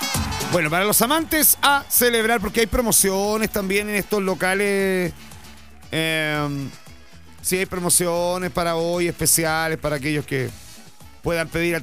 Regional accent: Chile

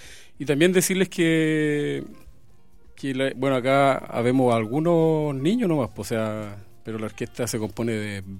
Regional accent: Chile; somos chilenos, ¿me entiendes? Entonces hay que resaltar nuestras raíces y sobre todo nuestra etnia mapuche, que nos representa, sobre todo a mí, que yo tengo familiares, ¿cierto? Tíos, abuelos

